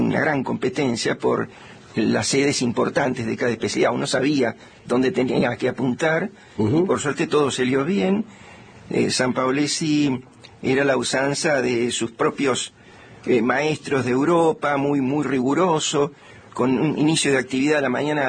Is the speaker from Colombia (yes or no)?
no; Mar del Plata, Buenos Aires Province, Argentina; Yo nací, nací en La Plata. Mi familia se trasladó inmediatamente a Mar del Plata, ahí transcurrió mi niñez, mi adolescencia